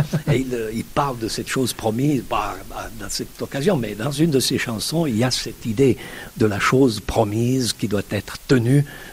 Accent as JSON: {"language": "French", "region": "Valais", "country": "Switzerland", "said": "chez nous en Valais"}